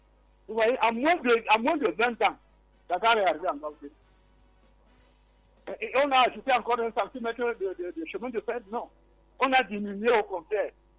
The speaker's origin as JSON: {"language": "French", "country": "Cameroon", "said": "On est Camerounais."}